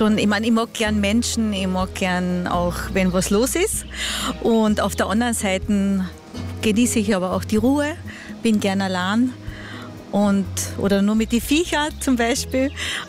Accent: Steuerberg, Carinthia, Austria; ich bin am Bauernhof aufgewachsen, bin immer noch zu Hause

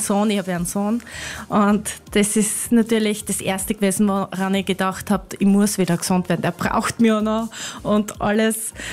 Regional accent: Semriach, Styria, Austria; Ich komme aus Semriach. Das ist 30 Kilometer nördlich von Graz.

